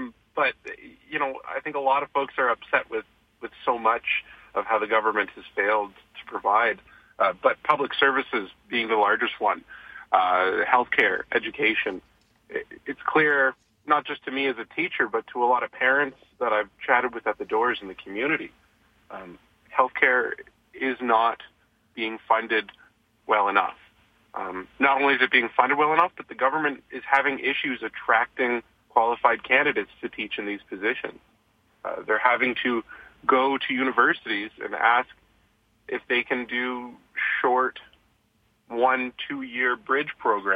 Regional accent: Calgary, Alberta, Canada; I teach in Calgary Shaw here, just about to go into work. And, I've grown up here. I grew up in Chaparral. I now live elsewhere in the constituency, and you know, I'm rooted here.

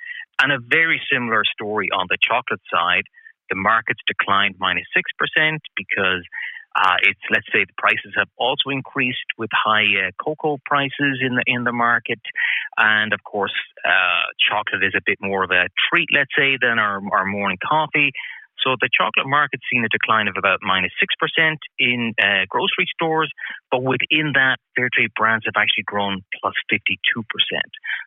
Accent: Canada; I think as Canadian shoppers

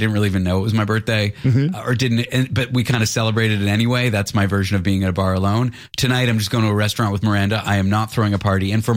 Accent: Toronto, Ontario, Canada; born or raised there

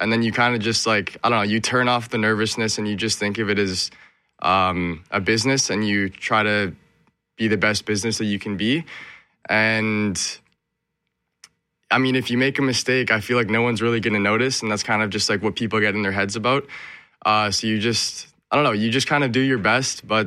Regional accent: Winnipeg, Manitoba, Canada; moved away as an adult; coming from Winnipeg, yeah, like, on my mom's side, I'm Filipino and Slovenian. And then on my dad's side, white, British Canadian, I guess.

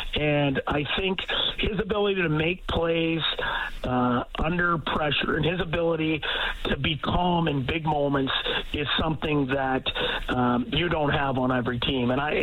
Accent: Canada; Being Canadian and, I had an opportunity to coach in Toronto and Ottawa.

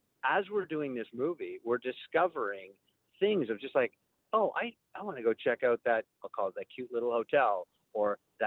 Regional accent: Canada; the biggest thing for me, being Canadian as I am, I'm like, there is so much to uncover in this country.

